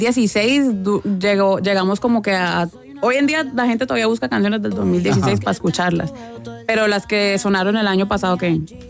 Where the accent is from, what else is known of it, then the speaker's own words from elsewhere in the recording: Cali, Valle del Cauca, Colombia; moved away as an adult; now in Puerto Rico; se parece mucho a mi ciudad en Colombia, de Cali.